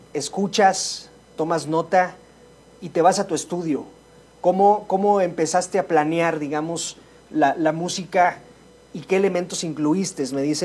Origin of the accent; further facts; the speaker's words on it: Mexico; porque somos mexicanos